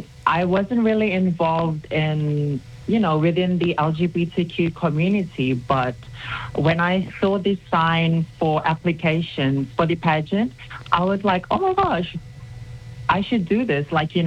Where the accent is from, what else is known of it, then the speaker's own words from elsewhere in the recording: Fiji; moved away as an adult; now in Rarotonga, Cook Islands; I come from the wonderful islands of Rarotonga, Fiji, Puka Puka and Mangaia. Mm-hmm. And I was born here in Rarotonga and raised in Fiji. Mm. And I had come back to Rarotonga to finish my college years.